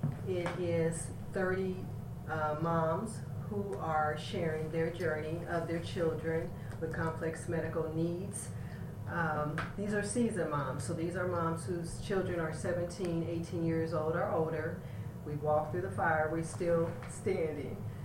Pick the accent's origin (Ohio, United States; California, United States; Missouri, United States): Missouri, United States; Kansas City; I am a Kansas City, Missouri native. And born and raised